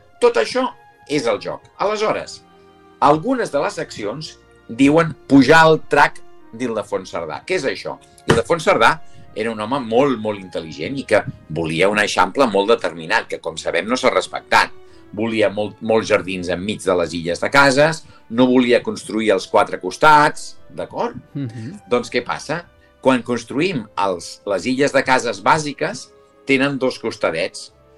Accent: Barcelona, Catalonia, Spain; com a barceloní, soc nascut a Barcelona i criat a Barcelona, tot el que sigui Barcelona em tira molt, eh?

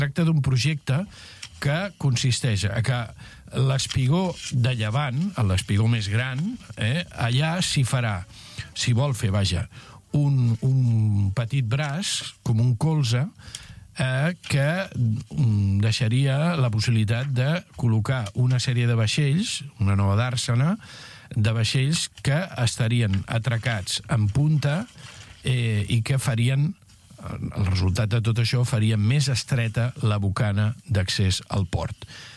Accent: Arenys de Mar, Catalonia, Spain; born there

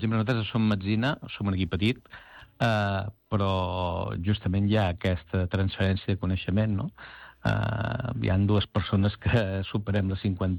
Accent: Badalona, Catalonia, Spain; De fet, allà on dic que sóc de Badalona

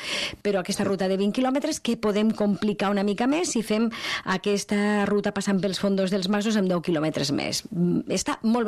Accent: Almenar, Catalonia, Spain; Almenac, que jo sóc d'Almenac, això és el Segrià

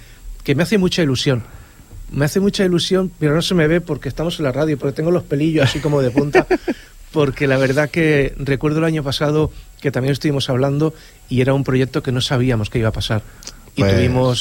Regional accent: Viladecans, Catalonia, Spain; yo como persona que soy de Viladecans

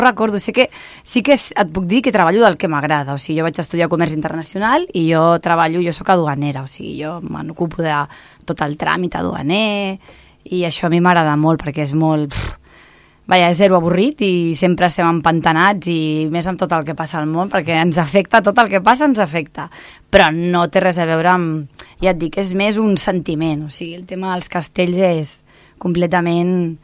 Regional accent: Ripollet, Catalonia, Spain; born there; moved away; Jo vivia a Ripollet i jo havia sigut castellera al meu poble

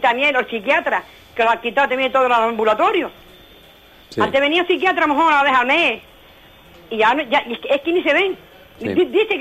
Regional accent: Ingenio, Canary Islands, Spain; Vale, yo soy aquí de Ingenio.

